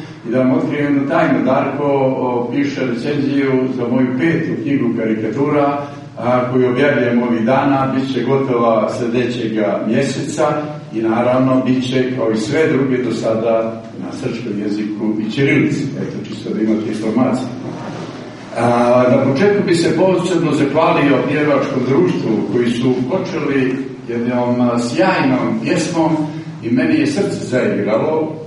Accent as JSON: {"language": "Serbian", "region": "Podgorica", "country": "Montenegro", "tie": "born or raised there", "also_born_or_lived": "Berane", "said": "ja sam bukvalno porastao u Podgorici, a rođen sam u Beranu."}